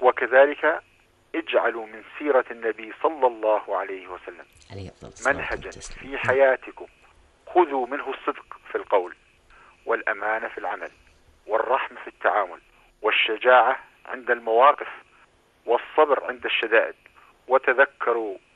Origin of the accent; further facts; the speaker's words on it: Jordan; بلدنا الأردن